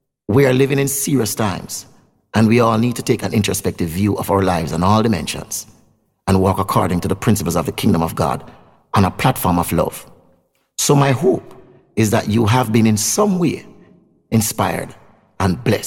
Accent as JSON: {"language": "English", "country": "Jamaica", "said": "Well, I'm from the Caribbean, specifically from Jamaica. In Jamaica, we are bilingual. Yeah, man, we speak two languages. We speak standard English and fluent patois."}